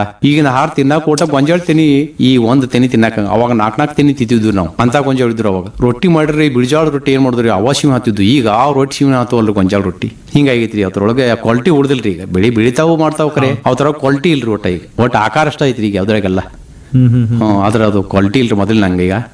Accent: Karnataka, India; ನಮ್ಮ ಊರ ತಪ್ಸಿ ಕೆಮ್ಮಣಕುಲ್ರಿ, ಗೋಕಾಕ್ ತಾಲೂಕ ಹಳ್ರಿ, ಅರವಾ ವಿಭಾಗ. ನಮ್ಮ ತಾಯಿ ಊರ ಪಟ್ಟುಕುಂದ್ರಿ. ನಾವು ವಿದ್ಯಾ ಕಲಿತದ್ದು ನಮ್ಮ ತಾಯಿ ಊರಾಗ, ಈಗ ನಾವು ಇರುದು ನಮ್ಮ ತಂದೆ ಊರಾಗ.

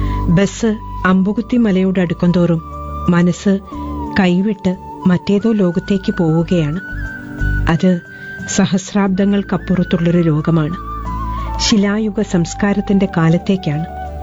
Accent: Idukki, Kerala, India; ഞാനൊരു ഇടുക്കിക്കാരിയാണെന്ന്

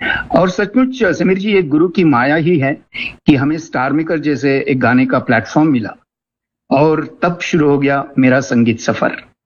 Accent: Bengaluru, Karnataka, India; आयु 72 वर्ष यानी 72 years young I am. Bangalore का रहने वाला हूँ।

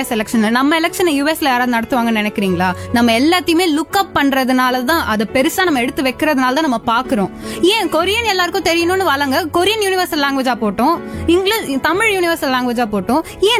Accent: Tamil Nadu, India; என்னோட ஸ்டேட்ல இருக்கு தமிழ்நாட்டுல

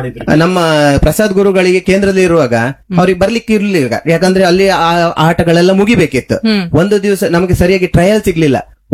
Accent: Vaddarse, Karnataka, India

